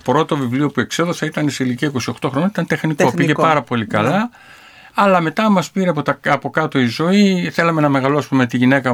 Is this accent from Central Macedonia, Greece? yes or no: no; Tavros, Attica, Greece; born there; από εκεί που γεννήθηκα, από τον Ταύρο, από την παραγωγητονιά του Ταύρου, που γεννήθηκα μέσα σε μια παράγκα